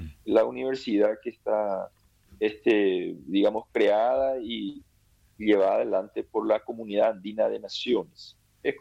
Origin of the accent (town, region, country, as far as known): Paraguay; now in Ecuador